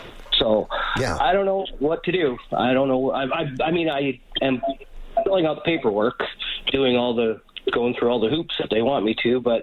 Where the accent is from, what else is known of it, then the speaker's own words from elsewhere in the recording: Canada; born there; also born or lived in Germany; I've been a Canadian citizen since the day I was born, but I was born in Germany in a British military hospital, which is the same as being born in Canada, as far as I'm concerned. And my parents were both Canadian. So we moved back to Canada when I was a year old